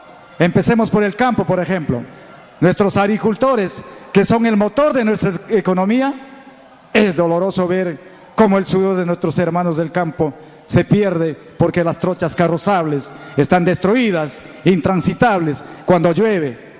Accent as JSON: {"language": "Spanish", "town": "Lamas", "region": "San Martín", "country": "Peru", "tie": "born there", "said": "he nacido en esta tierra, soy de Lamas"}